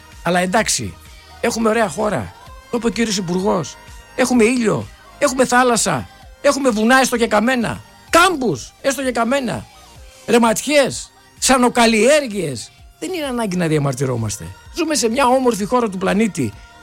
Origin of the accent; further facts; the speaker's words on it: Greece; ως Έλληνες